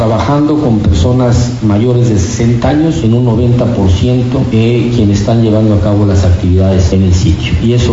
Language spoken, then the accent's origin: Spanish; Chiapas, Mexico; como chiapaneco, como mexicano, como productor